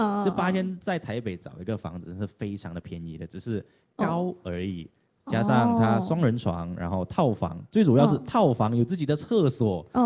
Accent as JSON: {"language": "Chinese", "region": "Sarawak", "country": "Malaysia", "tie": "born or raised there", "moved": "yes", "said": "这个嘉宾居然知道我是马来西亚人，而且还知道马来西亚一个很冷门的地方叫沙越，是我的家乡啊。"}